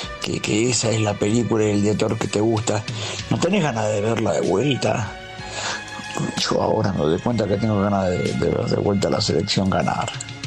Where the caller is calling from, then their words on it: San Luis, Argentina; de San Luis